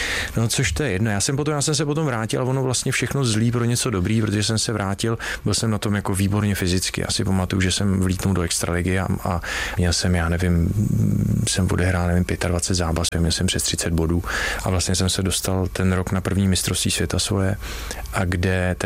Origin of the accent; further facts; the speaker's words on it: Říčany, Central Bohemian Region, Czechia; Blbý je, že on je z Kladna, Polda je, ten vlastně bydlí u Zličína a já jsem z Říčan, takže to máme celkem daleko